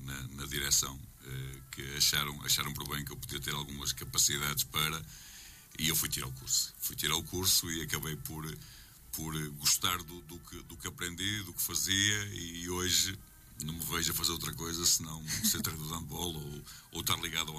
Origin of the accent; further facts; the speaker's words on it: Norte, Portugal; eu não sou de Alpendurada, eu sou de uma freguesia ao lado de Alpendurada, que é de Aris